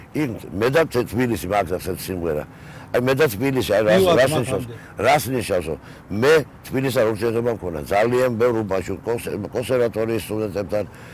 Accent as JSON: {"language": "Georgian", "region": "Tbilisi", "country": "Georgia", "tie": "born or raised there", "said": "ერთ შეულებრ ოჯახში დავებადე, თარხნიშვილის 11-ში ჩიხში, კოლორიტ ეზოში დავებადე"}